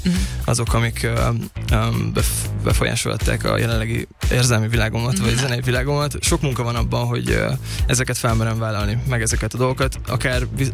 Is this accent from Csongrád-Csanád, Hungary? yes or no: no; Nyíregyháza, Szabolcs-Szatmár-Bereg, Hungary; born or raised there